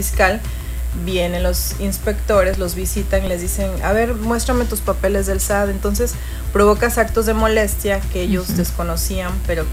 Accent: Mexico; como mexicanos tenemos constitucionalmente derechos

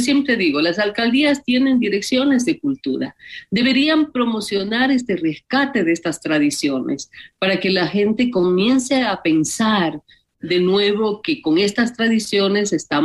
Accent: Jipijapa, Manabí, Ecuador; born there; El uno de Manabí, de donde somos cinco de nosotros, nacimos en Jipijapa

